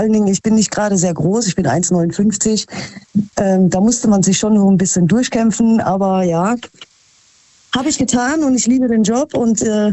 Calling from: Krefeld, North Rhine-Westphalia, Germany; ich komme aus Krefeld.

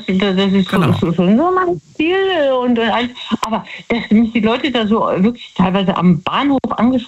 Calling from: Betzdorf, Rhineland-Palatinate, Germany; Aus Betzdorf.

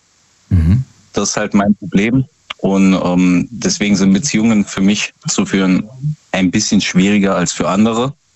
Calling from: Kriesdorf, Rhineland-Palatinate, Germany; Ich bin aus Kriesdorf.

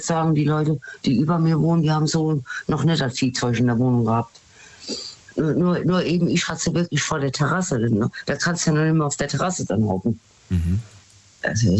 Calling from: Rhineland-Palatinate, Germany; Aus dem Westerwald.

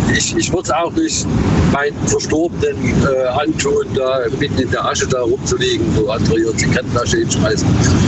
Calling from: Fellbach, Baden-Württemberg, Germany; Ja, Fellbach.

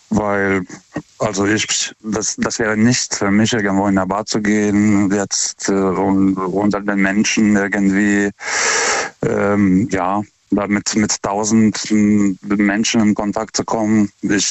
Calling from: Karlsruhe, Baden-Württemberg, Germany; German is a second language; aus Karlsruhe. Ich rufe zum zweiten Mal an.

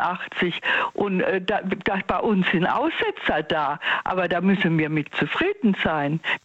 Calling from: Ludwigshafen, Rhineland-Palatinate, Germany; Hallo, ich komme aus Ludwigshafen am Rhein.

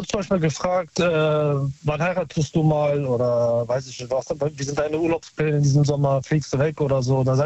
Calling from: North Rhine-Westphalia, Germany; Aus Nähe Köln.

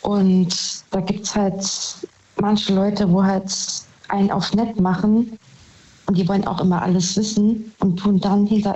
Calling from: Saarbrücken, Saarland, Germany; Saarbrücken.

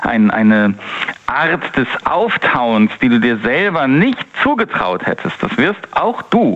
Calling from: North Rhine-Westphalia, Germany; Ich komme aus dem Rhein-Sieg-Kreis.

